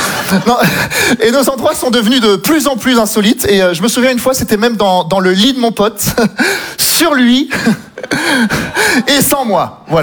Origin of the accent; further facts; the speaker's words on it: south of France, France; Moi, je viens du Sud, ok.